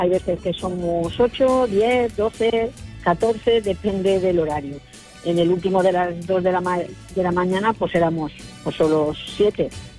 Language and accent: Spanish; Madrid, Community of Madrid, Spain